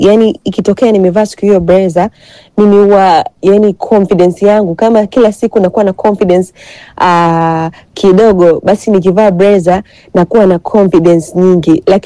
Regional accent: Dodoma, Tanzania; natokea Dodoma.

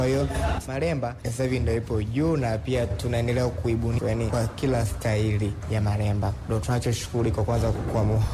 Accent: Dodoma, Tanzania; natokea Dodoma.

